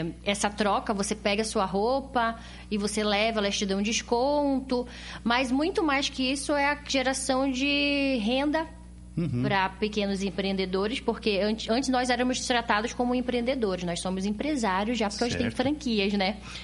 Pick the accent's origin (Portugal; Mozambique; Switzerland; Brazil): Brazil; Belém, Pará; Eu sou de Belém do Pará.